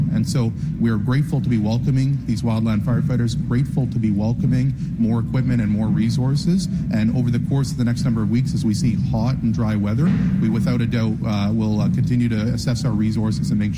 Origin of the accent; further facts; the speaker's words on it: British Columbia, Canada; Now is the time for us as British Columbians to do our part.